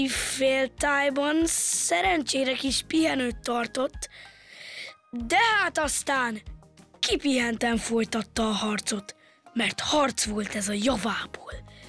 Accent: Kecskemét, Bács-Kiskun, Hungary; Kecskemétről jöttem, 9 éves vagyok

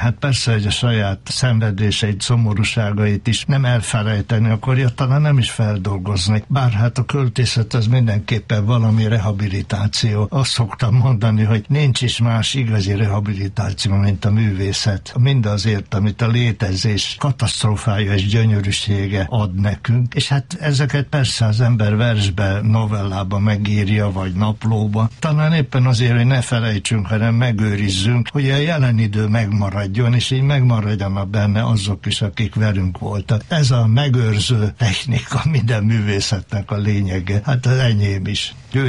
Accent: Győr, Győr-Moson-Sopron, Hungary; also born or lived in Budapest; Budapesten születtem, de hogy mondani szoktam, hogy eszmélésem város a Győr, mert hát fél éves korom oda kerültem. Tehát minden emlékem, élményem Győrhöz, azon belül Réfaluhoz, ez a Duna kicsit falusias partján volt akkor. Még néhány évvel ezelőtt megvolt a kert, ahol én fölnőttem és ahol éltünk.

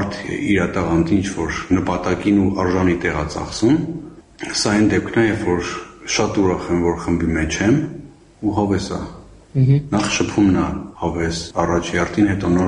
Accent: Vanadzor, Lori, Armenia; Ասեմ, որպես վանաձորցի շատ արագ ինտեգրվեցի խումբ

